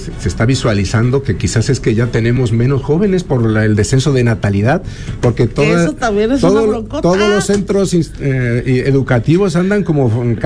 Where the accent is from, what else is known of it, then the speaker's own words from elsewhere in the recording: Spain; Sí, yo soy de origen español y España es uno de los países más viejos.